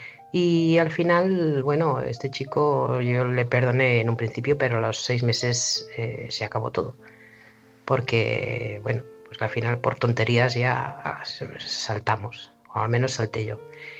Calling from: Barcelona, Catalonia, Spain; de Barcelona.

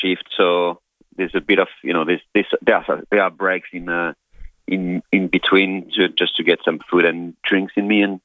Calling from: New South Wales, Australia; I am in New South Wales, so I'm 30K from Wagga Wagga.

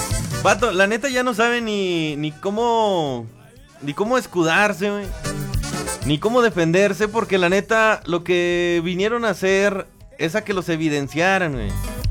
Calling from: San Luis Potosí, Mexico; de San Luis Potosí.

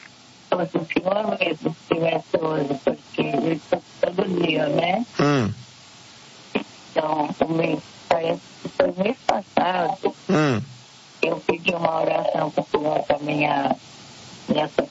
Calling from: São Vicente, São Paulo, Brazil; Eu falo de São Vicente, litoral.

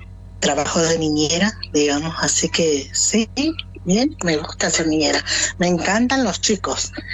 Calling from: Formosa, Argentina; Soy de Formosa

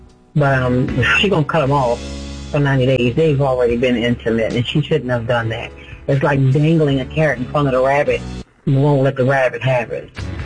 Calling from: Rockville, Maryland, United States; I'm calling from Rockville, Maryland, regarding the 90-day rule.

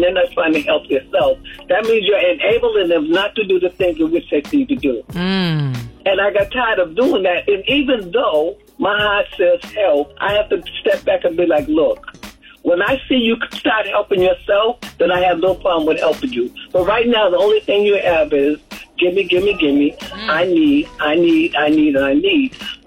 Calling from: Charlotte, North Carolina, United States; I'm from North Carolina, Charlotte.

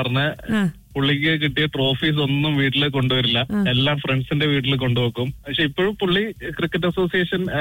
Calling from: Qatar

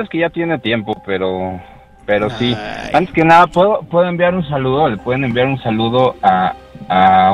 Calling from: Mexico City, Mexico; Pues estamos ahorita en el barrio Bravo de la Nápoles.

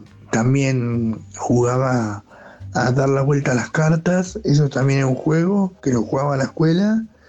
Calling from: Marcos Paz, Buenos Aires Province, Argentina; de Marcos Paz.

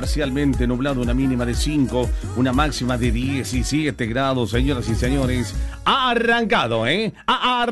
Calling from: Anizacate, Córdoba, Argentina; junto con mis compañeros de producción, somos de Canteras, el Alto de Anizacate.

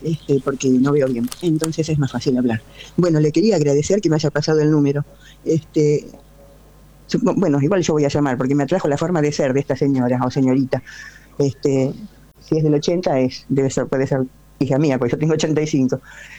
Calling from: Adrogué, Buenos Aires Province, Argentina; de Adrogué.

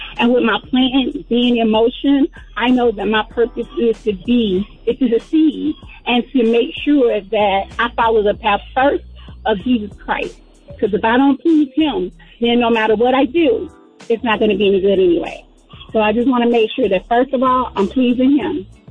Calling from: Atlanta, Georgia, United States; I'm calling from Atlanta, Georgia.

